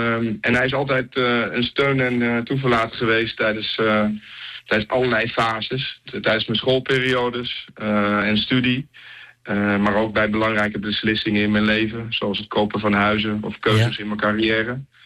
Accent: Flevoland, Netherlands; born there; also born or lived in Lelystad / Almere; toen we in Lelystad woonden en ook later in Almere.

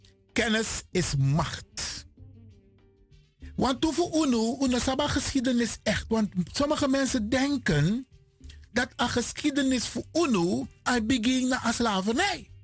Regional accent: Suriname; ik ben geen Afrikaan, ik ben een Surinamer.

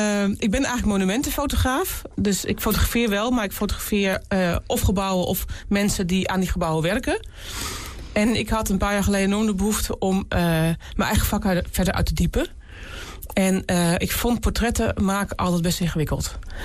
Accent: Netherlands; we wonen in Nederland. Ik ben hier ook geboren in Nederland. Ik ben echt in Nederland uit het klei getrokken. En ik ben enorm blij dat ik hier geboren ben.

